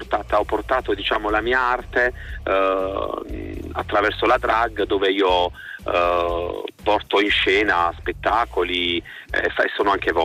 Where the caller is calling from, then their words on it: Bari, Apulia, Italy; io sono di Bari … sono una drag queen pugliese